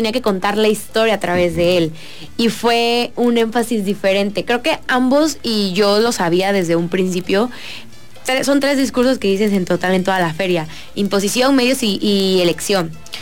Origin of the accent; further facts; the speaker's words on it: Huimanguillo, Tabasco, Mexico; latina, mexicana y tabasqueña, porque cada una de esas palabras, o sea, latina, mexicana y tabasqueña, son quien soy